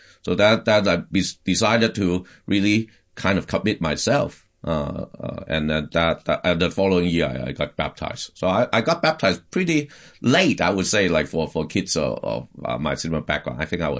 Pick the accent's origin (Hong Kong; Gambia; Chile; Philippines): Hong Kong; first language Cantonese; English is a second language; now in Boston, United States; And by the time I got to a college, here in Boston, I grew up in Hong Kong, so we speak Cantonese dialect, which is the Southern dialect.